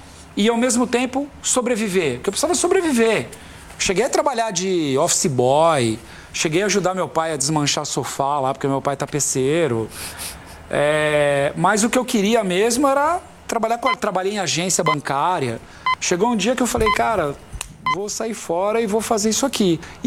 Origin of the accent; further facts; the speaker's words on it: São Paulo, Brazil; Sem a cidade de São Paulo, sem a periferia onde eu nasci